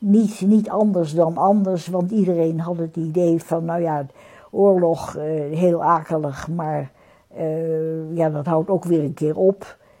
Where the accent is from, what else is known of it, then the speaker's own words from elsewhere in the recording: Amersfoort, Utrecht, Netherlands; born there; we woonden in een groot huis in Amersfoort